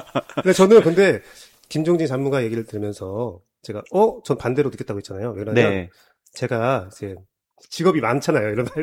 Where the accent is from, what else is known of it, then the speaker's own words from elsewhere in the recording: Daejeon, South Korea; 제가 대전 사람이니까